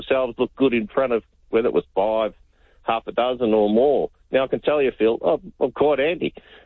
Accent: Melbourne, Victoria, Australia; now in Ringwood, Australia; I come from Ringwood at the minute, and I'll defend Ringwood. I was born and bred in East Doncaster. I'll defend East Doncaster. You know, but, you know, when I was a young bloke, I'm 62 now.

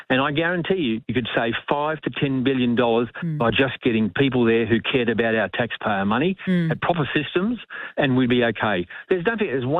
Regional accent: Australia; You know what? I'm Australian as they come.

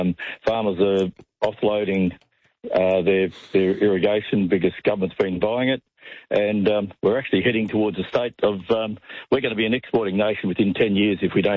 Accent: New South Wales, Australia; Yeah, g'day, Tom. I'm a farmer from the Riverina

